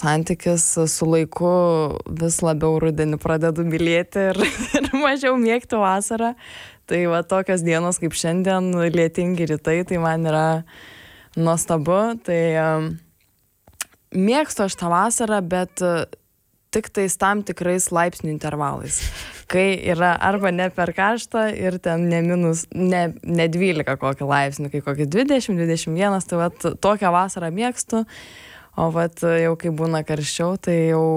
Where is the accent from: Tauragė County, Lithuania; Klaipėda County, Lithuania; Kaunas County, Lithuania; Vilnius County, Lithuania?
Tauragė County, Lithuania; Tauragė; also born or lived in Šilalė; kadangi augau Tauragės mikrorajone tarp sovietinių pastatų